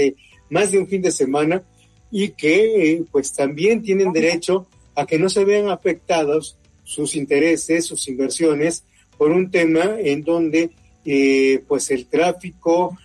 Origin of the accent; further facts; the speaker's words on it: Manzanillo, Colima, Mexico; moved away as an adult; Yo salí de Manzanillo por un tema profesional, afortunadamente, ¿no? Pero Si yo tuviera la oportunidad de estar en Manzanillo, créeme que yo estaría ahí disfrutando del calor